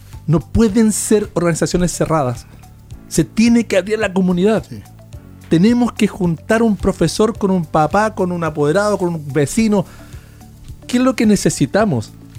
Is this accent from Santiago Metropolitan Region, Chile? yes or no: no; Santa Cruz, O'Higgins, Chile; Yo amo mi tierra, amo Colchagua, amo Santa Cruz